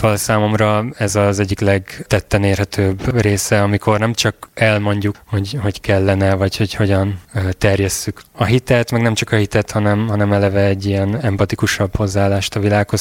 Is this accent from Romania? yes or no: yes; Transylvania, Romania; Ez egy kisvárosnak egy kis iskolája, Székelykeresztúron, ráadásul Erdélyből származom.